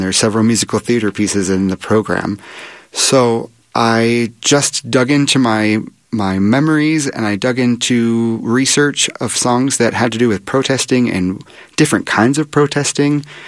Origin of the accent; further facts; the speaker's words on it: Oregon, United States; I'm from Oregon. We have a lot of people that tie themselves to trees.